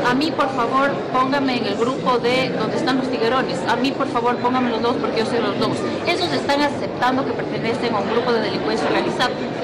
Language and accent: Spanish; Ecuador; nosotros como ecuatorianos